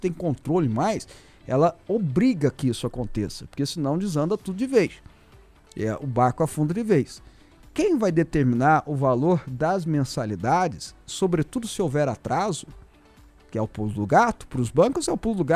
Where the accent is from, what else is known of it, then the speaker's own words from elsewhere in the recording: São Paulo, Brazil; now in Goiânia, Brazil; sou natural da Zona Leste de São Paulo. Então, é corintiano, certeza absoluta.